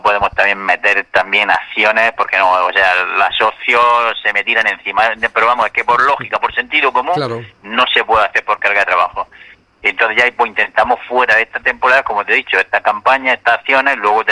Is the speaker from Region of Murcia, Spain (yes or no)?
yes; Águilas, Region of Murcia, Spain; born there